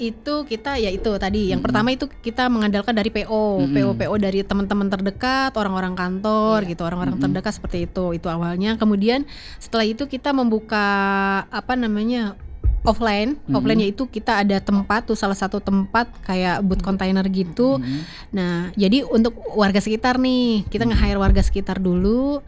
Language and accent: Indonesian; Rorotan, Jakarta, Indonesia; Aku asli dari Rorotan.